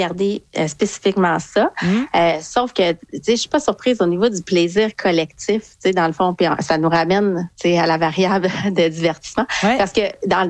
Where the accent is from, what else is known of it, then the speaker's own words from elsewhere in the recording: Quebec, Canada; Je viens du Saguenay. J'adore aller m'isoler dans le bois.